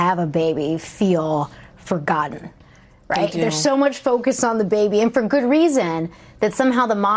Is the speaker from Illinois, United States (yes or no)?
yes; Chicago, Illinois, United States; moved away; I went to my hometown to Chicago